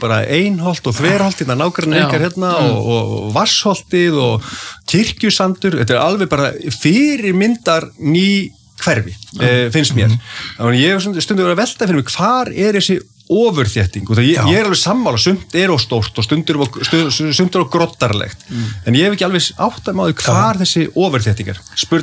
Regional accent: Reykjavík, Capital Region, Iceland; Ég er alinn upp í Breiðholtinu. Já. Í hólunum í Breiðholti

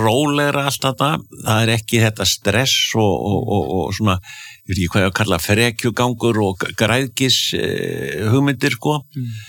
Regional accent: Akureyri, Northeastern Region, Iceland; born or raised there

